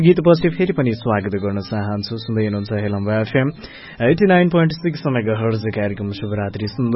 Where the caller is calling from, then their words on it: Kathmandu, Bagmati, Nepal; हजुर काठमाडौँबाट